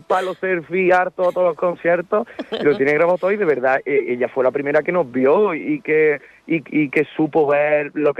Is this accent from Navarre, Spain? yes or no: no; El Carpio, Andalusia, Spain; nosotros somos de la España rural, como dicen algunos, ¿no? Nosotros somos del Carpio, un pueblecito pequeño de 4.000 habitantes y no nos podemos mover de aquí.